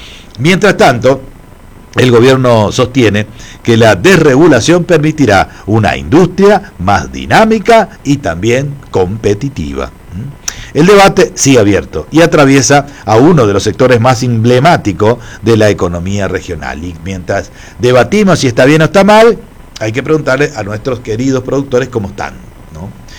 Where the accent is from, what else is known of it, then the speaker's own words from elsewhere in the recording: Argentina; somos argentinos, tomamos mate.